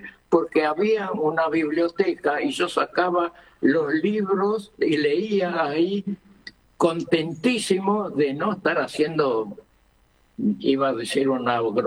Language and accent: Spanish; Camagüey, Cuba; born there; Yo nací en Cuba, en Camagüey, que debe ser como si a 400 kilómetros de La Habana.